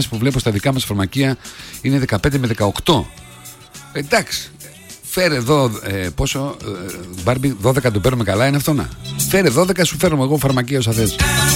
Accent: Central Macedonia, Greece; Μεγαλώσαμε μαζί, στο Χαριλάου και όχι μόνο.

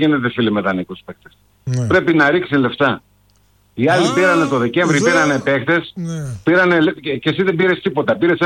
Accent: Ioannina, Epirus, Greece; από τα Γιάννα.

